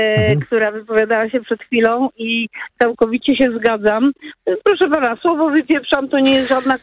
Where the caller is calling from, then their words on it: Poznań, Greater Poland Voivodeship, Poland; A, to u mnie w Poznaniu.